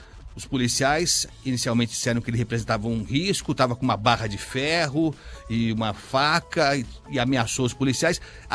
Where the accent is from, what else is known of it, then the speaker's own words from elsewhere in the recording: São Paulo, Brazil; eu estou falando aqui como paulistano